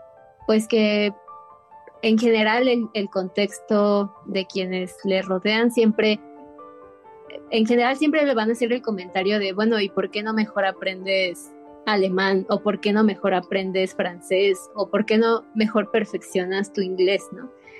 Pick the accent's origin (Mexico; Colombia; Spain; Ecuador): Mexico; esto es algo que mucha gente que somos personas mexicanas no sabemos esto